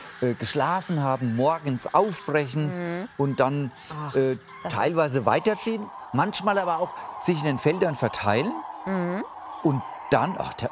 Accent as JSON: {"language": "German", "town": "Büttelborn", "region": "Hesse", "country": "Germany", "tie": "born or raised there", "said": "das sind ein typisches Übernachtungsgebiet, Bruchwiesen bei Büttelborn, das ist direkt meine Heimat."}